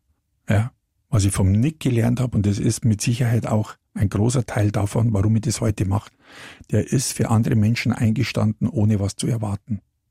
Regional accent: Munich, Bavaria, Germany; die laden mich als Münchner da ein oder was, das kann ich besser.

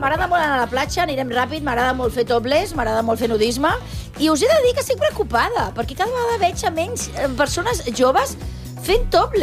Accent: Catalonia, Spain; jo soc catalana i vull que guanyi Espanya

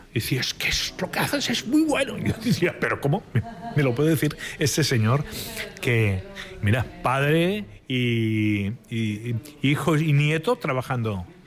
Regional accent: Barcelona, Catalonia, Spain; Yo soy de San Andreu, es un barrio que está bastante lejos

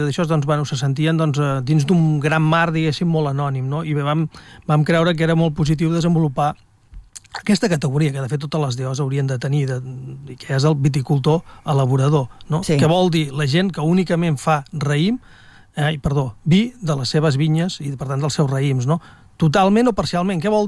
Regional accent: Catalonia, Spain; som catalans

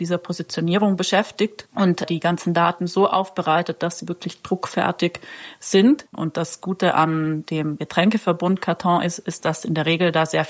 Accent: Trentino-Alto Adige, Italy; Ja, ich komme nämlich aus Südtirol

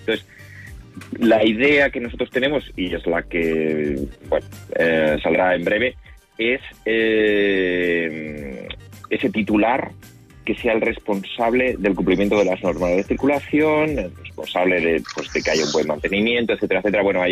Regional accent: Spain; todos los que somos españoles

